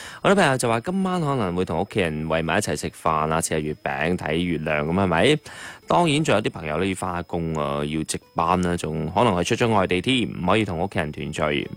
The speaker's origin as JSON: {"language": "Cantonese", "region": "Guangdong", "country": "China", "said": "我哋广东人嘅中秋咧仪式感真系几多啊！"}